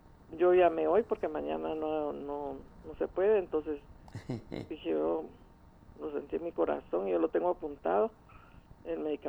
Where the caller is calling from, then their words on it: El Progreso, Jutiapa, Guatemala; somos de Jutiapa, del Progreso de Jutiapa.